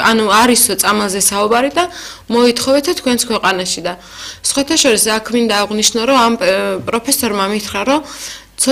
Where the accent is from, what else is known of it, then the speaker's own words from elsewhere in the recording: Abkhazia, Georgia; moved away as an adult; ჩვენ აფხაზეთიდან ვართ. იქ ცხოვრობდით, ძალიან ბედნიერი ცხოვრება გვქონდა, მაგრამ სამწუხაროდ შეიცვალა ჩვენი ცხოვრება და 2021 წელს გავემგზავრეთ საფრანგეთში.